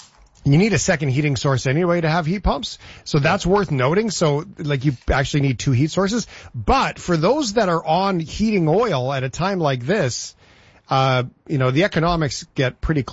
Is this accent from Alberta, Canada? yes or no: yes; Alberta, Canada; also born or lived in Vancouver Island; I'm from Alberta, so natural gas was everywhere, and at least for most of my adult life. So, I mean, I've kind of grown up around natural gas.